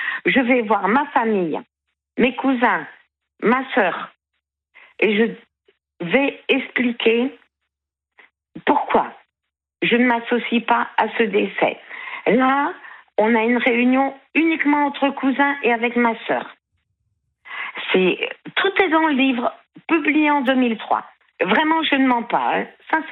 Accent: Brittany, France; je repars chez moi, en Bretagne.

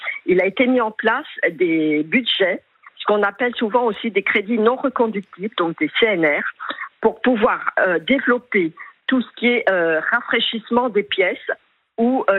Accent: Île-de-France, France; puisque je suis des Hauts-de-Seine

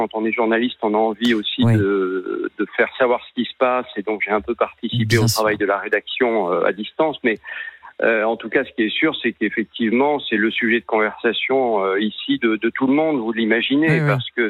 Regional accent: Nouvelle-Aquitaine, France; born there; Écoutez, moi je suis en Gironde, qui est ma terre natale.

